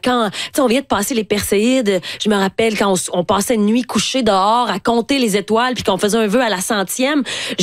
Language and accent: French; Dolbeau-Mistassini, Quebec, Canada; Exactement, que je suis retournée vivre dans ma ville natale d'Olbeau-Mistassini.